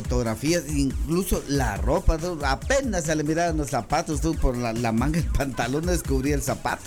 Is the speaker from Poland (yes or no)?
no; Guatemala; also born or lived in Uruguay; Años me vine de Uruguay para vivir aquí en Guatemala.